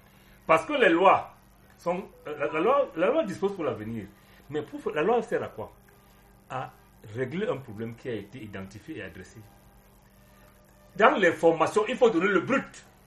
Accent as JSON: {"language": "French", "town": "Makak", "region": "Centre", "country": "Cameroon", "moved": "yes", "lives_now": "Yaoundé, Cameroon", "said": "Moi, je suis de Macaque."}